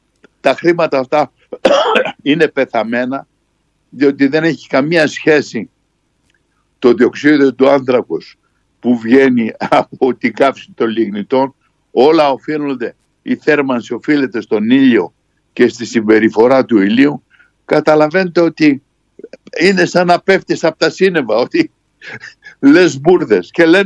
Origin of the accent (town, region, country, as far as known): Greece